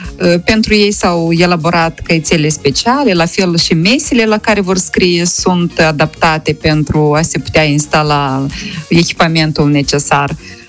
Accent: Moldova; first language Romanian; pentru noi, cei din Republica Moldova, care am luptat pentru a reveni la alfabet latin, am luptat pentru a ne redobândi dreptul de a denumi corect, științific, limba maternă pe care o vorbim, limba română

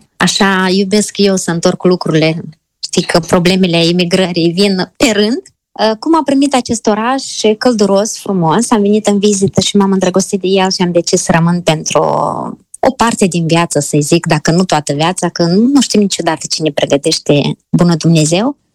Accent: Moldova; also born or lived in Italy; now in Nice, France; pentru moldoveni, dacă să mă refer la naționalitatea noastră

